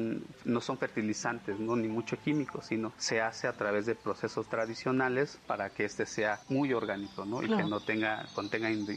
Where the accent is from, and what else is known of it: Tanetze de Zaragoza, Oaxaca, Mexico